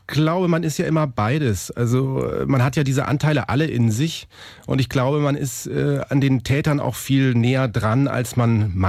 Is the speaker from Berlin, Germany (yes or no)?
no; Munich, Bavaria, Germany; moved away; ich komme ja aus München und war also auf dem Gymnasium